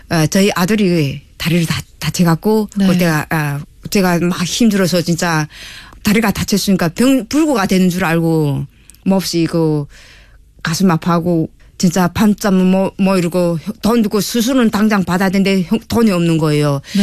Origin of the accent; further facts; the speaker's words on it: North Korea; moved away; 우리도 같은 탈북자이고 같은 이방민인데